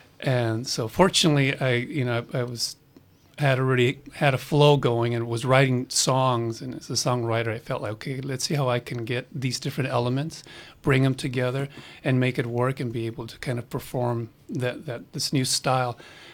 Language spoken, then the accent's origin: English; Los Angeles, California, United States; In Los Angeles, Hollywood area.